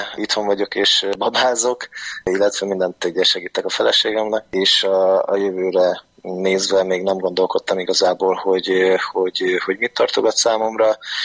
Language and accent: Hungarian; Veszprém, Veszprém County, Hungary; mivel veszprémi srác vagyok, ott ugye a kézilabda erős